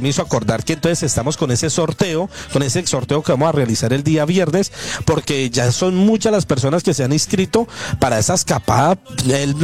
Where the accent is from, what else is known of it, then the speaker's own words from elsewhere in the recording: Colombia; now in Spain; nosotros somos de Colombia